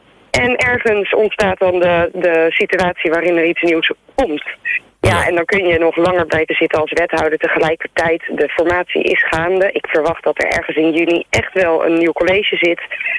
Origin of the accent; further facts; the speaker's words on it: Dordrecht, South Holland, Netherlands; Ik ben een Dordtenaar, geboren en getogen.